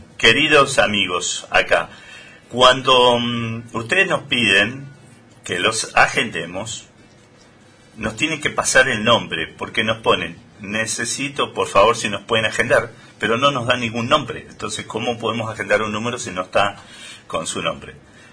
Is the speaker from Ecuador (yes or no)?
no; Argentina; hoy nos sentimos como más argentinos con la selección argentina